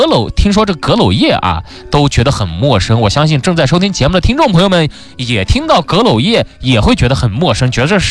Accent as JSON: {"language": "Chinese", "town": "Zhanjiang", "region": "Guangdong", "country": "China", "said": "咱们湛江人、湛江老百姓"}